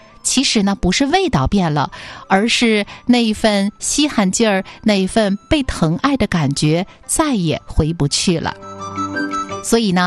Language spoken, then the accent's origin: Chinese; Northeast China, China; 咱们东北人